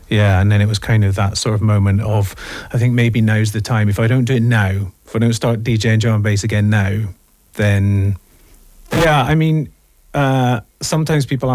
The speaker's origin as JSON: {"language": "English", "town": "Bristol", "region": "South West England", "country": "United Kingdom", "said": "they know that I'm from Bristol"}